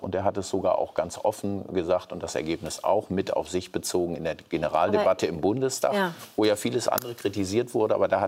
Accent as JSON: {"language": "German", "region": "Lower Saxony", "country": "Germany", "said": "ich komme aus Niedersachsen, ich erlebe das an den VW-Standorten"}